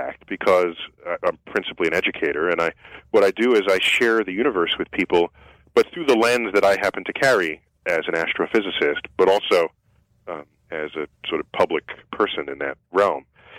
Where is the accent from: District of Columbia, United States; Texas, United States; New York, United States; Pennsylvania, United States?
New York, United States; New York City; born or raised there